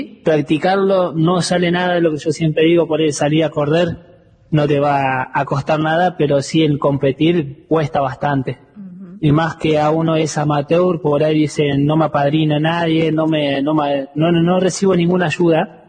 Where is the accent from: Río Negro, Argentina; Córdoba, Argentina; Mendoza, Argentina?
Córdoba, Argentina; Después está Mikey de Salta, como yo soy de Córdoba